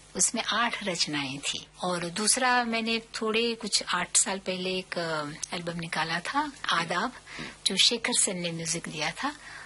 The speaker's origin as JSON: {"language": "Urdu", "region": "Dar es Salaam", "country": "Tanzania", "tie": "born or raised there", "moved": "yes"}